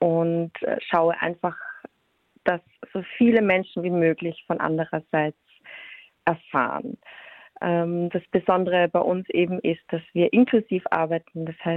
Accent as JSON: {"language": "German", "region": "Vienna", "country": "Austria", "accent": "Viennese"}